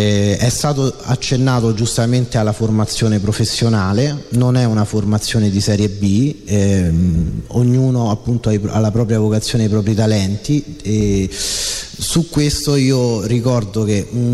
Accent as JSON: {"language": "Italian", "region": "Lazio", "country": "Italy", "said": "io vengo dalla provincia di Latina"}